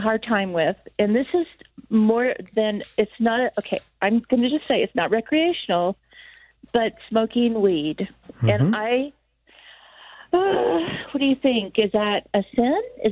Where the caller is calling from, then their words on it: Aurora, Colorado, United States; I'm over in the Aurora area.